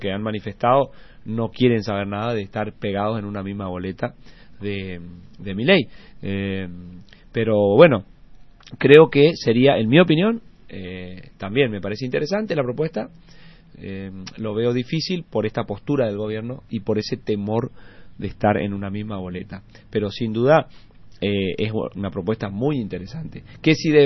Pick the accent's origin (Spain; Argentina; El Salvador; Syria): Argentina; Margarita Belén, Chaco; Cumplir sueños, ya no de mi pueblo, de mis vecinos de Margarita Belén, sino de todos los chaqueños.